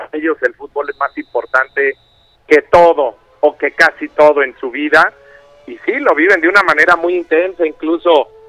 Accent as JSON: {"language": "Spanish", "country": "Mexico", "said": "de nosotros los mexicanos."}